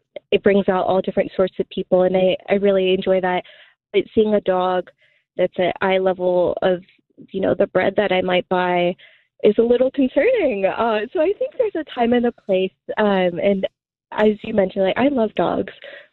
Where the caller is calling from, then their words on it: Chicago, Illinois, United States; as a Lincoln Square resident